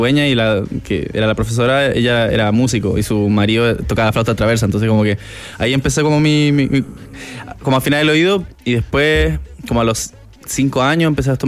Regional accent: Talagante, Santiago Metropolitan Region, Chile; Una vez le mandé un mail a la municipalidad de Talagante, así como, hola, soy artista de Talagante.

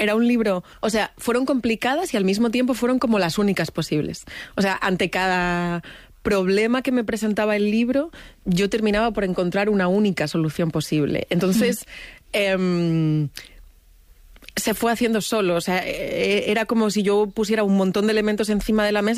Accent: Madrid, Community of Madrid, Spain; Yo soy de Madrid, pero mis padres son de Extremadura.

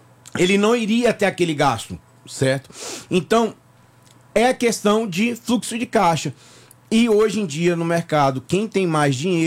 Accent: Salvador, Bahia, Brazil; born there; also born or lived in Ribeirão Preto, São Paulo; now in Aracaju, Brazil; eu sou baiano, eu vi o Carnaval de Salvador minha vida inteira

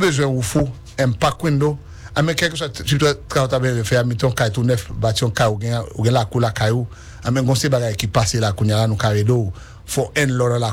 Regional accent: Haiti; Même si je suis haïtien, mon frère.

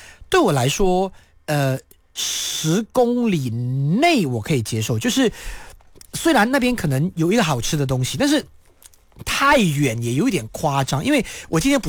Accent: Kuala Lumpur, Malaysia; 因为有时候我们吉隆坡人

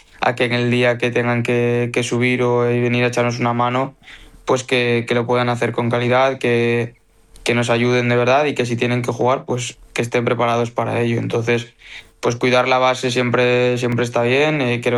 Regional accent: Pamplona, Navarre, Spain; now in Pontevedra, Spain; No, en Galicia y en Pamplona de donde vengo, pues el clima es un poco más fresquillo

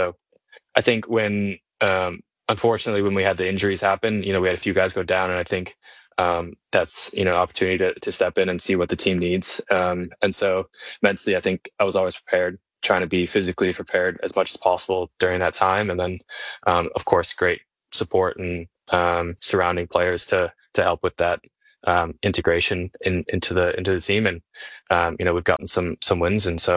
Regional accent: Minnesota, United States; born there

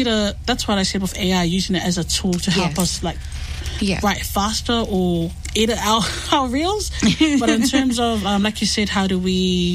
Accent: New Zealand; the lived experience of me as a Pacific woman or growing up in New Zealand

